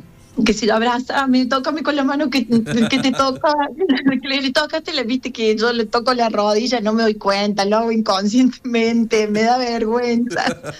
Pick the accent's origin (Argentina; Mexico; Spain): Argentina; Despeñaderos, Córdoba; yo soy de Despeñadero